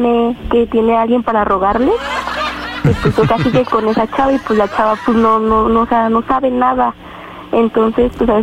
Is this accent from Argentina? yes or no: no; State of Mexico, Mexico; Tengo 13 años y soy del Estado de México.